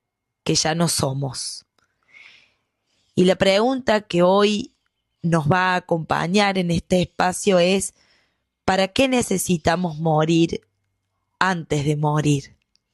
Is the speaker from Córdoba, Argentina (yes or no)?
yes; Córdoba, Argentina; Soy de Córdoba, Argentina.